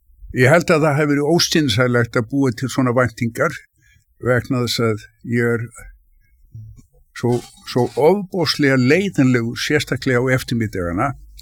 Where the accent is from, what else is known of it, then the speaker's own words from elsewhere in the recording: Reykjavík, Capital Region, Iceland; ég fættist 1949 og ég óks upp tölvært mikið í Norðumýrinni.